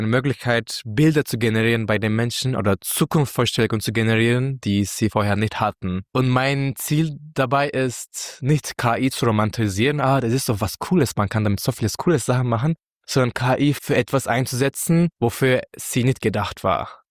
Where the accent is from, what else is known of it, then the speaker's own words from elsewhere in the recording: Istanbul, Turkey; moved away as an adult; now in Berlin, Germany; Ich bin in Istanbul aufgewachsen